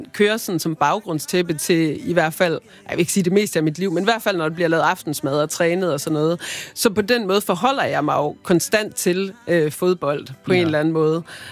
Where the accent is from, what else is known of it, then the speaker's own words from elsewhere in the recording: Aarhus, Central Denmark Region, Denmark; jeg er jo fra Aarhus og har selv spillet fodbold, da jeg var barn